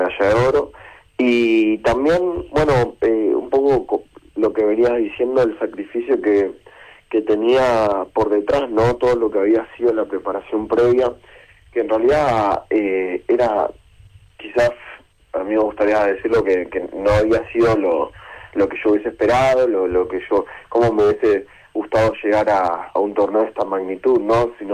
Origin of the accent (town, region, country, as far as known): Vicente López, Buenos Aires Province, Argentina; born or raised there; also born or lived in Posadas